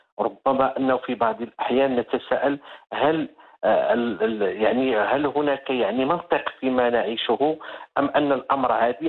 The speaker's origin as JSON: {"language": "Arabic", "country": "Morocco", "accent": "Moroccan Darija", "said": "سوف أعتمد على دارجتي المغربية، لأنه هذا موضوع يعني يجب أن يكون بالدارجة المغربية."}